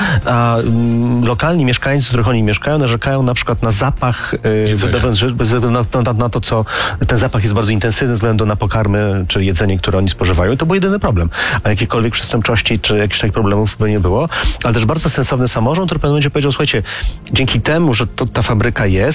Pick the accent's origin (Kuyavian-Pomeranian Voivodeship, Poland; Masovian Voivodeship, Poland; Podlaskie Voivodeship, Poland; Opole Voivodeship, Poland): Masovian Voivodeship, Poland; Warsaw